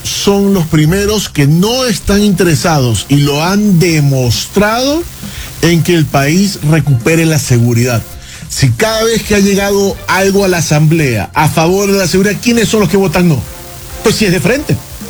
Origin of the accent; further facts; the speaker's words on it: Ecuador; Y discúlpenme, Andrés, todos somos ecuatorianos.